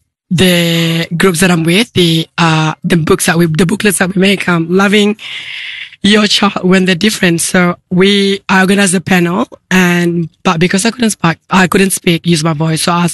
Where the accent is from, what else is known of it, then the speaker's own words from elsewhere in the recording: Malaysia; And it's so close to my heart because I'm from Malaysia too. So I remember all the songs.